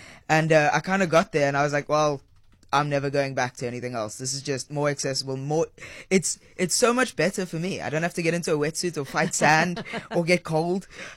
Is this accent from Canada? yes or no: no; Namibia; moved away as an adult; now in South Africa; So I grew up in Namibia. I've got the dual citizenship.